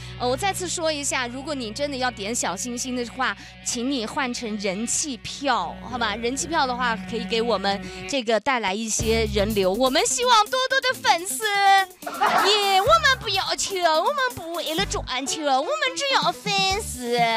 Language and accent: Chinese; Kunming, Yunnan, China; born there; 我是昆明出生的，只是我呢，外公这边是祥云的，外公这边祥云的